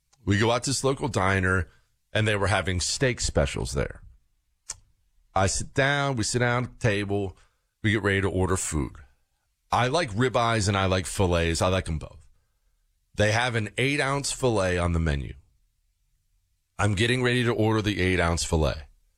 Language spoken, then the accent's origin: English; United States; I order a side of mac and cheese because I'm an American.